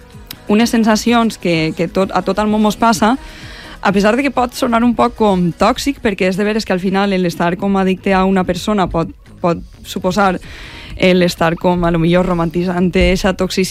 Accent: Benissa, Valencian Community, Spain; Jo soc de Benissa.

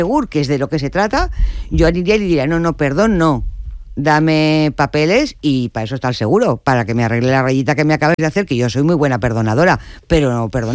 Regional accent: Valencia, Valencian Community, Spain; jo sóc de Benimaclet

